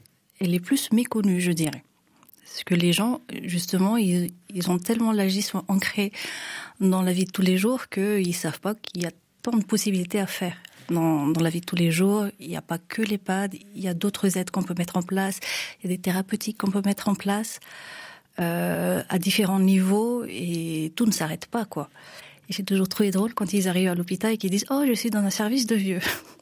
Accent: Madagascar; moved away as an adult; now in France; Alors moi, je suis praticien associé, ça veut dire que j'ai été médecin dans mon pays d'origine, de Madagascar. Ensuite, je suis venue en France en 2023.

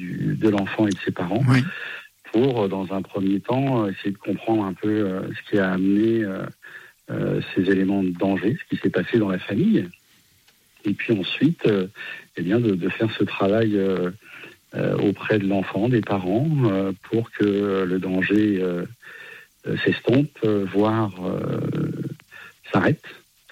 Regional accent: Pays de la Loire, France; Alors, je suis du Maine-et-Loire.

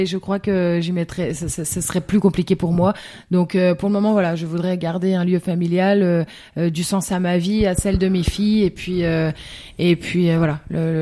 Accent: Grand Est, France

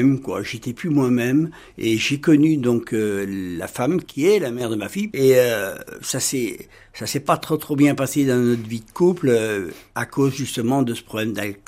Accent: Cholet, Pays de la Loire, France; Alors moi, je suis né à Cholet en 1961. J'ai donc 65 ans à peine. Je les aurai à la fin de l'année. Et j'ai habité la Bruchière avec mes parents, bien entendu, mes frères et sœurs.

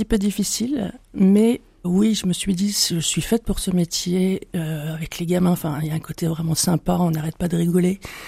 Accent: Besançon, Bourgogne-Franche-Comté, France; Je suis originaire de Besançon.

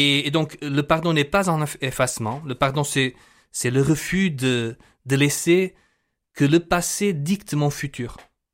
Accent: Portugal; Moi, je suis portugais

